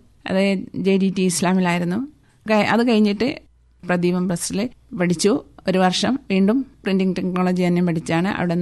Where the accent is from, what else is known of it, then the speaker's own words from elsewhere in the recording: Androth, Lakshadweep, India; ഞാൻ ആന്ധ്രോത്തിൽ നിന്നാണ് വരുന്നത്.